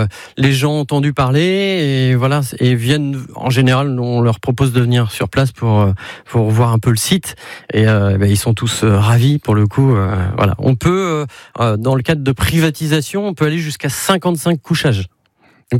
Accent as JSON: {"language": "French", "town": "Château-Gontier", "region": "Pays de la Loire", "country": "France", "tie": "born or raised there", "moved": "as an adult", "said": "nous deux, on est originaires de Château-Gontier."}